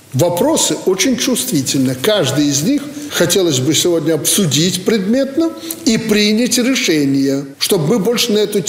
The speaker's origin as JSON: {"language": "Russian", "country": "Belarus", "said": "Что мы, белорусы, должны сделать для улучшения ситуации?"}